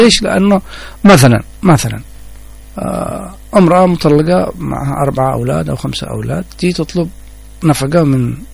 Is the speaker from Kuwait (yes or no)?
no; Hadramaut, Yemen; moved away as an adult; now in Dhamar, Yemen; إيش مصلحة القضاء في أن ننتقل أنا من حضرموت أو إيش مصلحة القضاء وإيش مصلحتي أنا في هذا؟